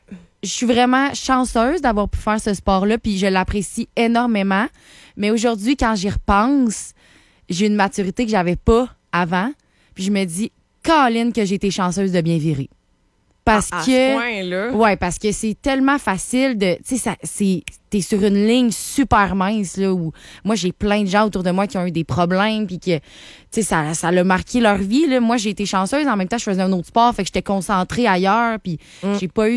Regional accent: Quebec City, Quebec, Canada; moved away as an adult; je viens vraiment de Québec, plus précisément de Beauport.

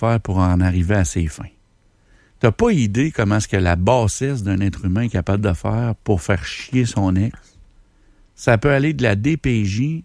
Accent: Quebec, Canada; Bon, je sais qu'on est Québécois.

